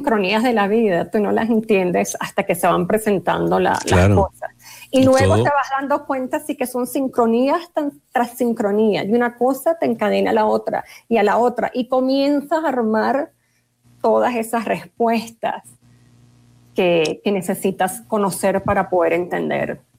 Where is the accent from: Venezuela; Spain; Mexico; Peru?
Venezuela; moved away as an adult; now in Colombia; antes de venir a Colombia, yo soy venezolana, pero ya tengo 16 años viviendo acá.